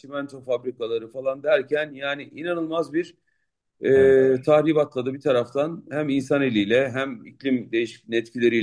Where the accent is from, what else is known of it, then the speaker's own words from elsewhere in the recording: Muğla, Turkey; Ben bu toprakların tabii çocuğuyum. Deniz kenarında doğdum, denizlerde büyüdüm.